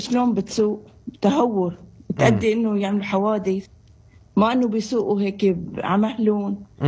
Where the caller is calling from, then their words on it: Homs, Homs Governorate, Syria; برات المخيم من حمص